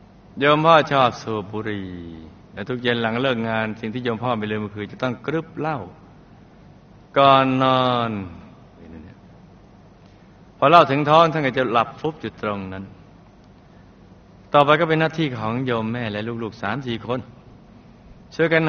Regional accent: Bangkok, Thailand; born there; ผมเกิดที่กรุงเทพ

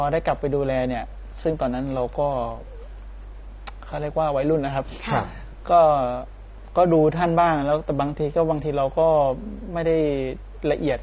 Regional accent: Thailand; now in Pathum Thani, Thailand; ปกติบ้านเกิดอยู่ฉะเชิงเทราครับแต่ว่าทีนี้พอผมเข้ามาอยู่วัดได้ประมาณปีหนึ่งสองปีก็ย้ายมาอยู่ปทุมครับย้ายมาอยู่ใกล้วัดเลยครับ

